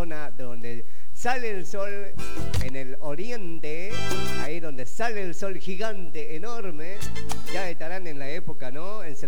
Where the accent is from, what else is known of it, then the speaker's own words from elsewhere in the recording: Jujuy, Argentina; now in Ushuaia, Argentina; Acá somos residentes jujeños, vivimos en Monoblog.